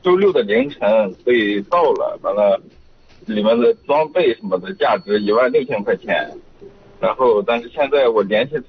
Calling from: Laoting, Hebei, China; 我就是咱们乐亭的。

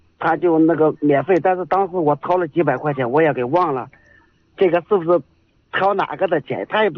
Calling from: Linyi County, Shanxi, China; 我是那个临沂县张松村的，楚侯乡张松村。

